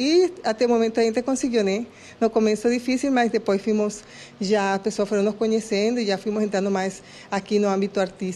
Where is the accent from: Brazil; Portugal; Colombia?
Colombia; Portuguese is a second language; a gente vamos dizer agora que nós somos de Locombia, não somos de Colômbia.